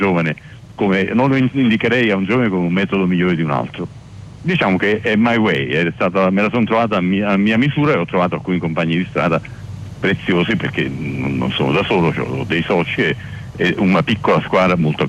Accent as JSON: {"language": "Italian", "town": "Naples", "region": "Campania", "country": "Italy", "said": "io sono napoletano di origine, c'è un bellissimo proverbio"}